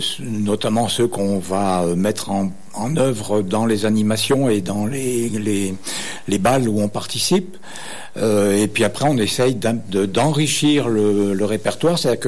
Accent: Auvergne-Rhône-Alpes, France; chez nous, en Dauphiné

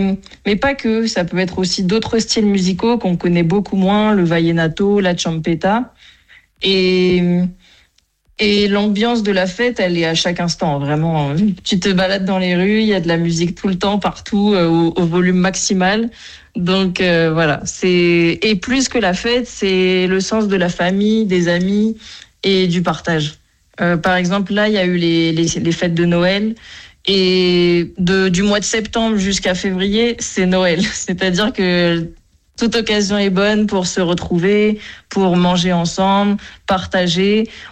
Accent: France; now in Medellín, Colombia

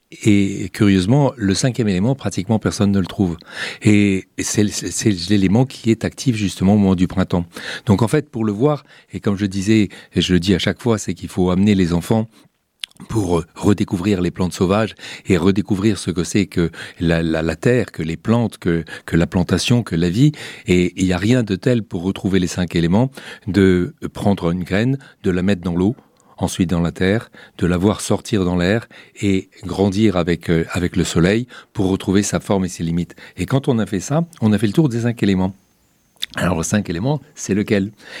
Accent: Morocco; moved away; Moi, j'ai vécu et j'ai grandi au Maroc. Et même si je suis Diwa depuis une dizaine de générations

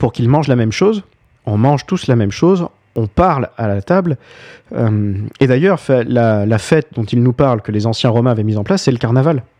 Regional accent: France; chez nous, en France

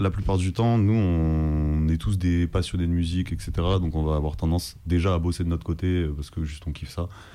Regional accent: Montpellier, Occitanie, France; now in Lyon, France; moi je viens de Montpellier à la base, je suis monté il n'y a pas longtemps à Lyon

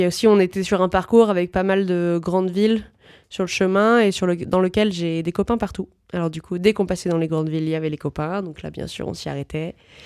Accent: Lyon, Auvergne-Rhône-Alpes, France; Moi, je suis lyonnaise d'origine. Tout de suite, grandi dans une grande ville qui n'était pas du tout aménagée quand j'étais plus jeune.

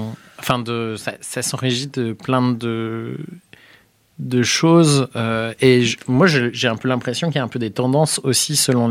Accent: Rennes, Brittany, France; moved away; Moi, je viens de Rennes

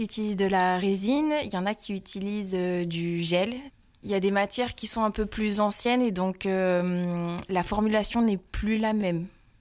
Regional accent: Aubenas, Auvergne-Rhône-Alpes, France; Je suis originaire d'Aubenas en Ardèche.

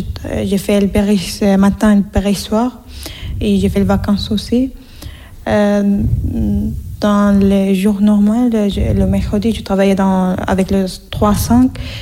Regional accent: Venezuela; now in France; je suis syrienne, je viens de Venezuela.

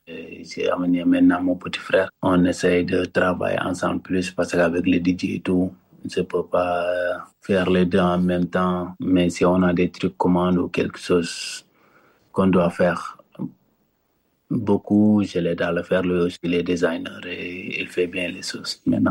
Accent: Senegal; mes cousins chez moi, au Sénégal, mes cousins, ils sont des couturiers.

